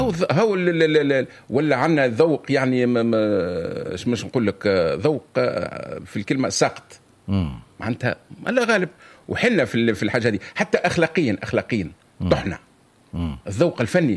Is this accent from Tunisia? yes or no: yes; Tunisia; انا كتونسي نحشم